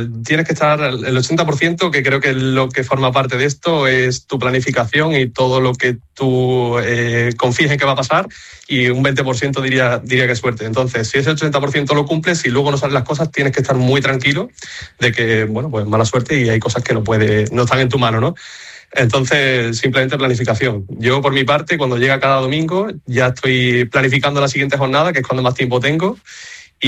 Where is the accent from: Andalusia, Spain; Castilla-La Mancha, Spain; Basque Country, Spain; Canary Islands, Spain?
Andalusia, Spain; Écija; tengo 26 años, soy de Écija.